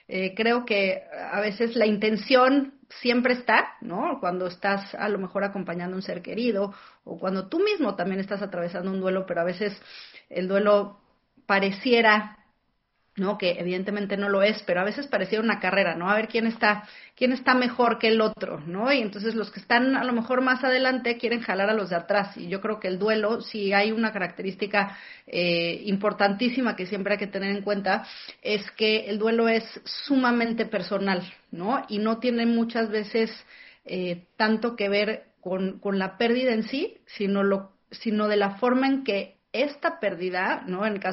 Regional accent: Mexico City, Mexico; soy originaria de Ciudad de México

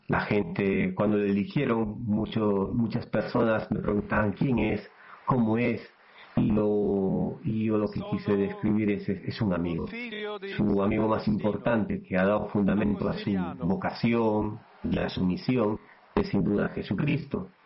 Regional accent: Iquitos, Loreto, Peru; Soy de Iquitos, Perú, y los agustinos de Iquitos me enviaron a Colombia para profundizar en el proceso de discernimiento vocacional.

